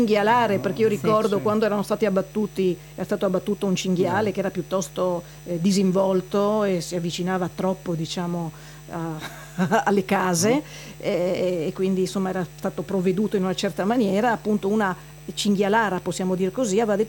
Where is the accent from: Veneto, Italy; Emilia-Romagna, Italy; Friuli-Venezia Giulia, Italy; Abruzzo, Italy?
Friuli-Venezia Giulia, Italy; Trieste; quando ero bambina a Trieste